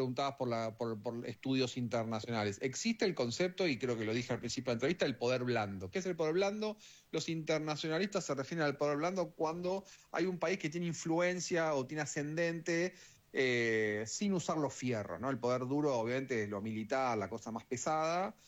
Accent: Argentina; cuando los argentinos viajamos

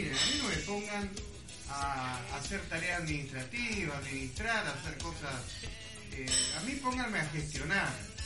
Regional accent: Buenos Aires, Argentina; De San Pedro González Telmo.

